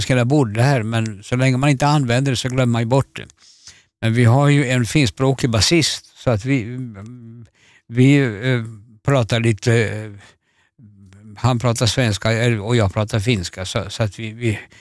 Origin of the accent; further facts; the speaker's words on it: Småland, Sweden; born there; also born or lived in Vasa, Finland; now in Malmö area, Sweden; Nu bor jag ju utanför Malmö. Och det är ju över 50 år sedan jag bodde i Småland, där jag är född. Och sen har jag då flyttat hem.